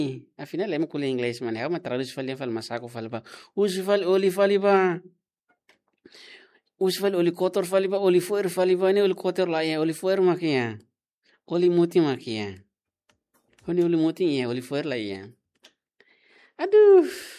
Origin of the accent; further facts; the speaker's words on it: Timor-Leste; English is a second language; I am from Timor Leste.